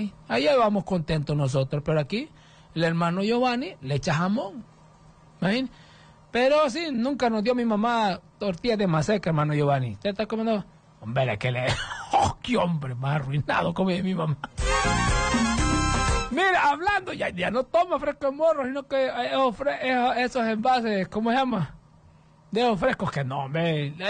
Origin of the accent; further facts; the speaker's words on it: San Antonio de Flores, Choluteca, Honduras; Y aquí ya cuando ya cuando se van para los Estados Unidos, ya no, yo soy de San Antonio de Flores.